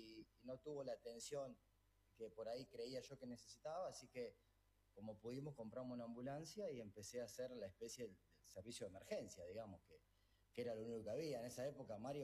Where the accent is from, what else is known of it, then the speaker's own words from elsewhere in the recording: Monte Maíz, Córdoba, Argentina; Yo soy del interior de Córdoba, una localidad que se llama Monte Maíz, alejada de la capital a 300 kilómetros.